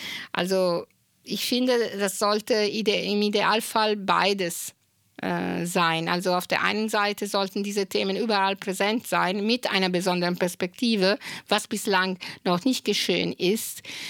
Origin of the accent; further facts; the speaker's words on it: Italy; first language Italian; German is a second language; Heimat, also aus Italien, erzählen. Ja, und selbst wenn ich Deutsch kann, also Italienisch ist auch meine Heimat.